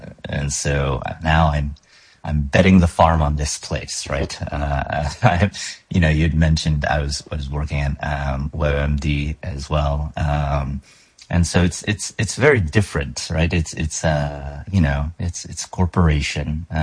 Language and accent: English; New Jersey, United States; No. I'm commuting in from Jersey. So I was born and raised in Jersey.